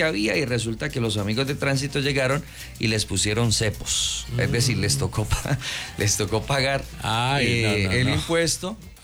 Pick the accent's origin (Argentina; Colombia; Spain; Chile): Colombia; Y como los colombianos dejamos todo para última hora